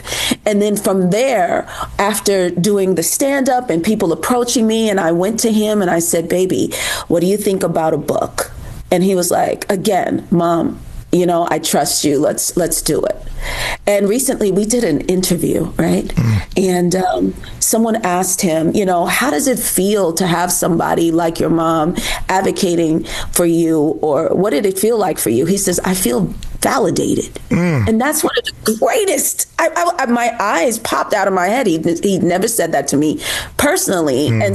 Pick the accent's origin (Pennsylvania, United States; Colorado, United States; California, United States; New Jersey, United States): New Jersey, United States; Newark; I grew up in Newark, New Jersey.